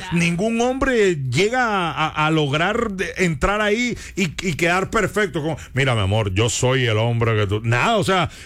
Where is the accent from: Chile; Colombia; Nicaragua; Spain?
Colombia; also born or lived in Bogotá; now in United States; cuando yo vivía en Bogotá, yo respetaba que yo vivía en otra ciudad. Soy colombiano